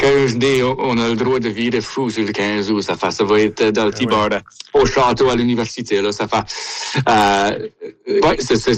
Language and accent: French; Baie-Sainte-Marie, Nova Scotia, Canada; notre accent à la Baie-Sainte-Marie, dans le sud-ouest de la Nouvelle-Écosse, c'est un peu potent comparé à le restant de la francophonie